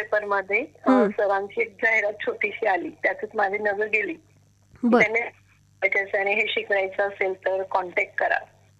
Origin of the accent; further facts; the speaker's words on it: Nashik, Maharashtra, India; moved away as an adult; also born or lived in Mumbai / Gujarat; now in Surat, India; मुंबईचा जन्म, आई मुंबई, नंतर मग नाशिकला लग्न झालं आणि माझा जन्म नंतर मग तिकडनं मी मोठी झाली मग नाशिक मध्ये. आणि माझं लग्न झालं मग नंतर गुजरात. आता काय हा प्रवास आहे माझा, त्याच्यामुळे मला चांगलं असं मराठी पण चांगलं बोलता येतं.